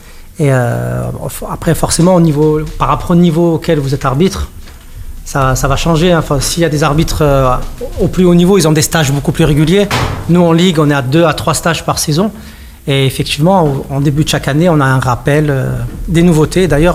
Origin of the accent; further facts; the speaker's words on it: Toulon, Provence-Alpes-Côte d'Azur, France; je suis de Toulon, j'ai 41 ans depuis une dizaine de jours.